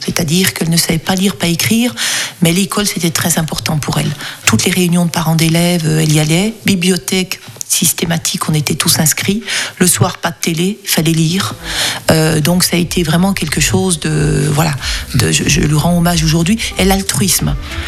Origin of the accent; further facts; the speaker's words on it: Saint-Claude, Bourgogne-Franche-Comté, France; à Saint-Claude, de ville où je suis née, dans le Haut-Jura, communauté musulmane très très importante.